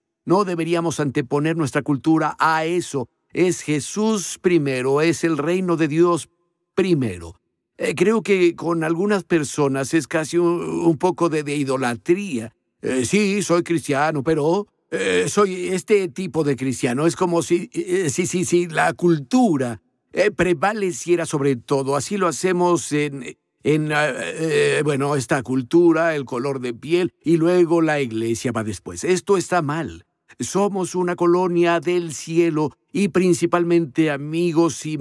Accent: Ireland; Sí, soy irlandés

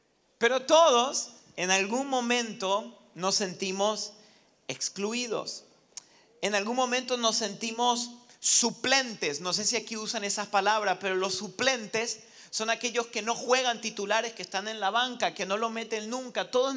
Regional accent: Argentina

